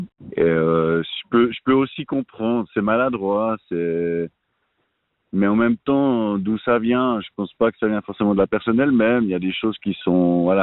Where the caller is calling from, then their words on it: Valais, Switzerland; mais je suis en Valais, on se tutoie tous.